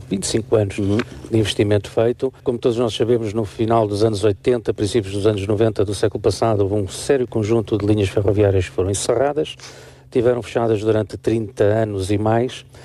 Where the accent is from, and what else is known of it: Portugal